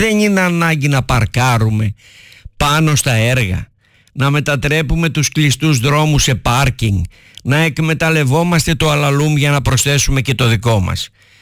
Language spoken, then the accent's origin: Greek; Patras, Western Greece, Greece